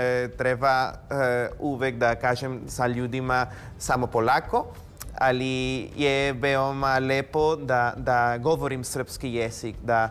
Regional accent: Guadalajara, Jalisco, Mexico; Serbian is a second language; Ja sam iz Guadalajara, grad gde su iz tequila, mariachi i mnogo stvari.

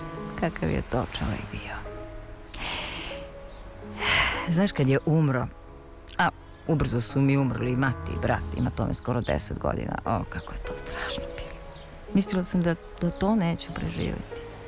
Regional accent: Brankovina, Kolubara District, Serbia; born or raised there; also born or lived in Rabrovica

